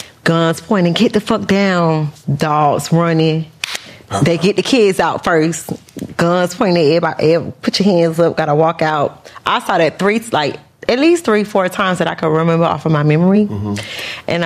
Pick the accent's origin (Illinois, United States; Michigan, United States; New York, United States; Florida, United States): Florida, United States; Opa-locka; I was born and raised in Opa-locka.